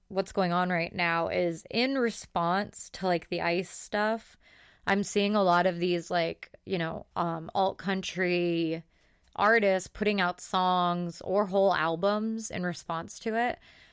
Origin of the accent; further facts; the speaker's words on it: Tucson, Arizona, United States; where Chase and I grew up in Tucson